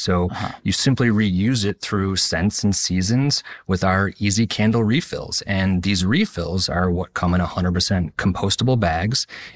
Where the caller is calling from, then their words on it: Brooklyn, New York, United States; I'm calling in from Brooklyn, New York.